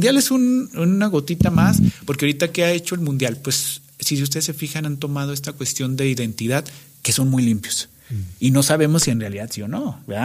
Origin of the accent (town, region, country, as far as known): Mexico